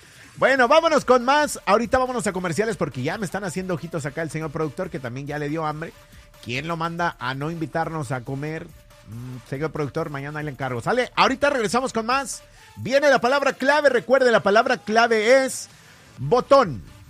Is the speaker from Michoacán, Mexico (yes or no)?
yes; Morelia, Michoacán, Mexico; Eso es la morisqueta y yo soy de Morelia, Michoacán.